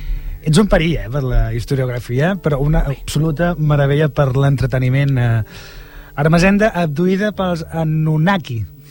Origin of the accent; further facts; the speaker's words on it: Catalonia, Spain; que som catalans